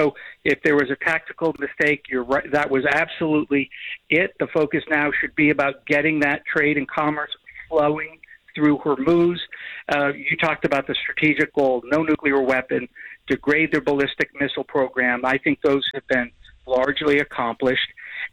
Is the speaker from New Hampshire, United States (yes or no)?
yes; Salem, New Hampshire, United States; I grew up in Salem, went to Salem High School. And really, it's my New Hampshire roots are still there.